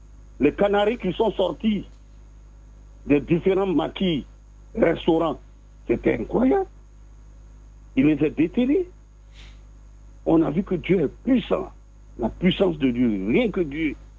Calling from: Abidjan, Côte d’Ivoire; Abidjan, les deux plateaux.

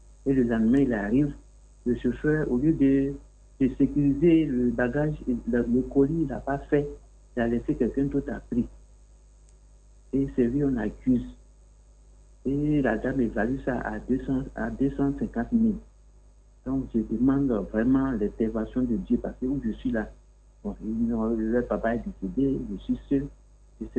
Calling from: Abidjan, Côte d’Ivoire; Maman Chantal, j'appelle d'Abobo.

